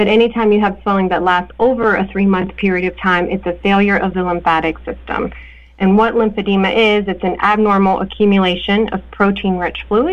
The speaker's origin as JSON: {"language": "English", "town": "Morgantown", "region": "West Virginia", "country": "United States", "tie": "born or raised there", "said": "I am from Morgantown, West Virginia. I was born and raised here and grew up here, and I started the lymphedema program at Mon Health"}